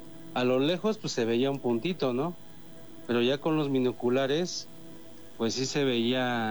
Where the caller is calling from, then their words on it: Ixtapaluca, State of Mexico, Mexico; Yo soy precisamente de Ixtapaluca, bueno, más precisamente del Cerro del Tejolote